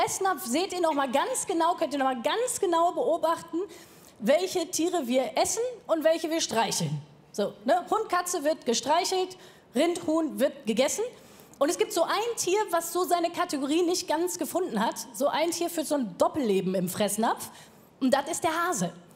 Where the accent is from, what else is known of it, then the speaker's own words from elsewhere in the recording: North Rhine-Westphalia, Germany; ich komme aus dem Ruhrpott. So bei uns heißen Hunde Köter.